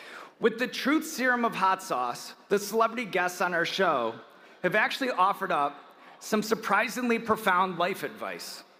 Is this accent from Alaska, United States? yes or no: no; Illinois, United States; The Midwest doesn't hand you confidence, it makes you build it. Growing up in Illinois, studying here, it makes you work for pats on the back